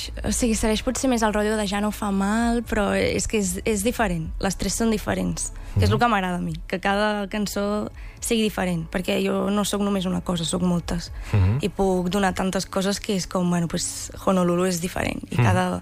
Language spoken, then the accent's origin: Catalan; Sant Pere de Ribes, Catalonia, Spain; que el ser de Ribes, i pues, jo sempre he pensat que m'agradaria començar per la meva comarca, que em coneixin primer aquí i després pues, ja sortir a fora.